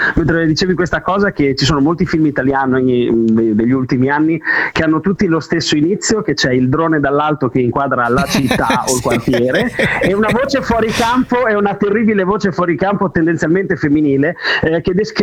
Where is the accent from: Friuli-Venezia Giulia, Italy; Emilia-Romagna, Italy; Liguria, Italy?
Emilia-Romagna, Italy; Io sono del Fossolo.